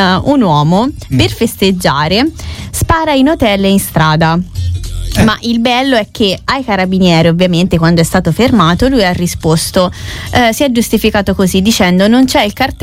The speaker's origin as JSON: {"language": "Italian", "town": "Cesena", "region": "Emilia-Romagna", "country": "Italy"}